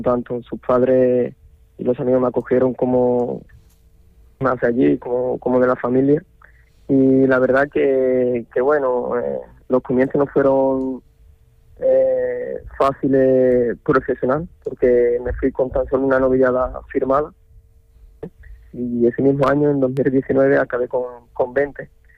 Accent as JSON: {"language": "Spanish", "town": "Chiclana de la Frontera", "region": "Andalusia", "country": "Spain", "moved": "as an adult"}